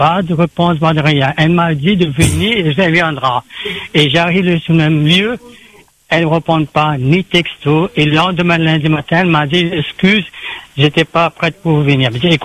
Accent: France; Et, pardon, moi, je suis français.

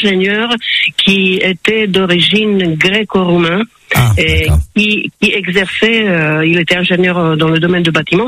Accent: Bratislava, Bratislava Region, Slovakia; French is a second language; moved away; also born or lived in Czechoslovakia; employé à l'Académie de sciences de mon pays d'origine, ancien Tchécoslovaquie qui n'existe plus, à Bratislava, en Slovaquie, dans la capitale

